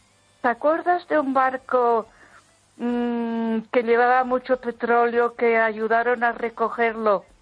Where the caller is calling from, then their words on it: Ponferrada, Castile and León, Spain; Donde vivo yo, aquí en Ponferrada